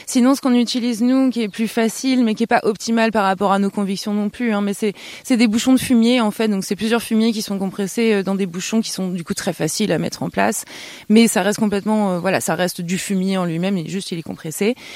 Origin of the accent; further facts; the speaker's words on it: Centre-Val de Loire, France; moi, je suis du Cher et Benjamin est de l'Indre-et-Loire.